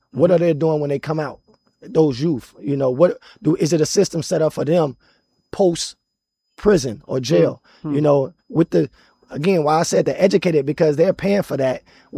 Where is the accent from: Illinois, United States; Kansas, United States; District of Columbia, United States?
Illinois, United States; Chicago; And, you know, I'm from Chicago. So we used to have this program on the South Side